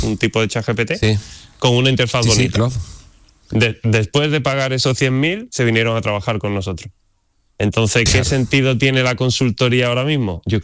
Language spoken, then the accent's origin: Spanish; Andalusia, Spain; La verdad que me sorprendió porque, aun siendo andaluz y todo, era mi primera vez en el Al-Andalus.